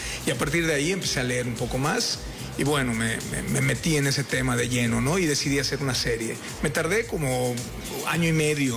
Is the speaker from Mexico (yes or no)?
yes; Mérida, Yucatán, Mexico; yo crecí en Chuburná. Ese es mi barrio, ¿no? Y pues nada, no sé. Yo aquí sigo, salí, viví fuera y regresé.